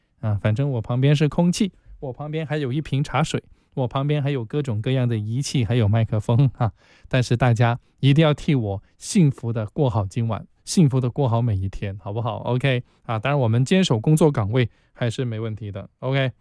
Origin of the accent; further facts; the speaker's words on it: Guangzhou, Guangdong, China; 就我的家乡广州能够有这样的一部伟大的作品能够落户